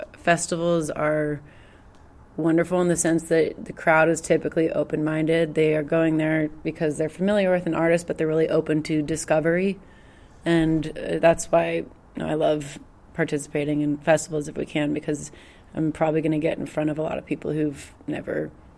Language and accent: English; Tennessee, United States; I love Bonnaroo is amazing, and it's in my home state of Tennessee.